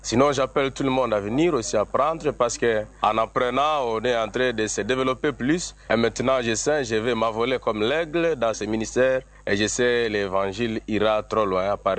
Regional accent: Goma, North Kivu, DR Congo; je viens de la RDC Goma.

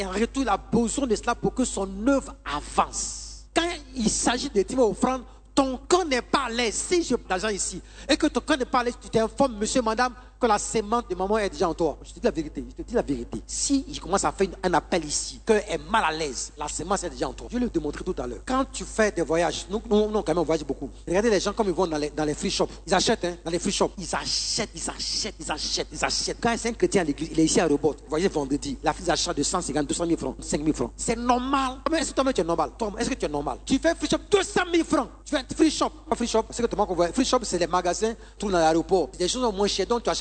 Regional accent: Burkina Faso; Moi, je viens du Burkina Faso

